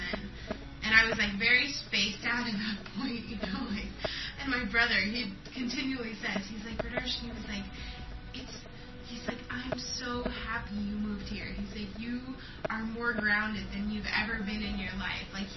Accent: United States; I was raised with a spiritual background, but at the same time, like, I grew up in America.

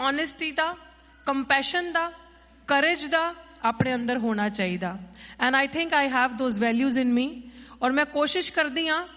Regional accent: Punjab, India; born there; moved away as an adult; also born or lived in Delhi; ਮੇਰਾ ਜਨਮ ਜਿਸ ਧਰਤੀ 'ਤੇ ਹੋਇਆ ਮੈਂ ਆਪਣੀ ਹਾਇਰ ਐਜੂਕੇਸ਼ਨ ਪੰਜਾਬ ਤੋਂ ਉੱਠ ਕੇ ਦਿੱਲੀ ਯੂਨੀਵਰਸਿਟੀ ਦੇ ਵਿੱਚ ਕੀਤੀ

